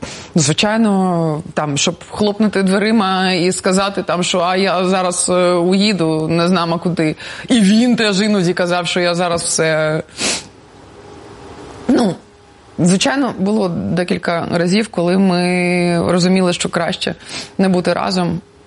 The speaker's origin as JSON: {"language": "Ukrainian", "town": "Kharkiv", "region": "Kharkiv Oblast", "country": "Ukraine", "said": "звичайно. Я віце-королева Харкова 94."}